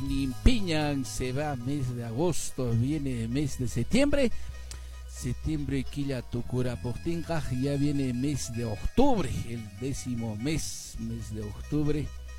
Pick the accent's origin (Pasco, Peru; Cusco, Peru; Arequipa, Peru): Cusco, Peru; born there; now in Paruro, Peru; caneño de nacimiento y parureño por la residencia, ¿no es cierto?, Paruro, mi tierra linda